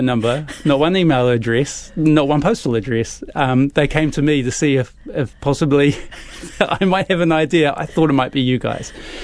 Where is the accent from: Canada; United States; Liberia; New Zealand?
New Zealand